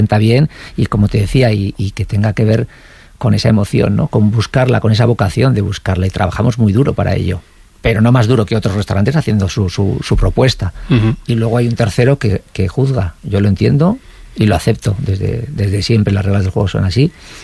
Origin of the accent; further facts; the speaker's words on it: Vitoria-Gasteiz, Basque Country, Spain; pero donde viví toda mi infancia, uh-huh, hasta que me marché de casa, que está en un barrio obrero en Zaramaga